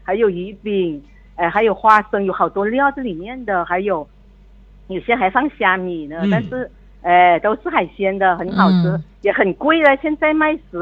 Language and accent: Chinese; Lingshui, Hainan, China; 我们陵水人最爱吃，每天都吃的不腻的。